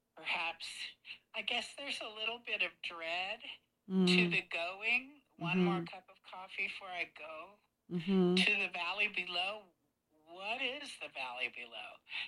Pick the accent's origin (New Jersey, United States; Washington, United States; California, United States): California, United States; Fresno; McFarland is this very agricultural town, and I grew up in Fresno.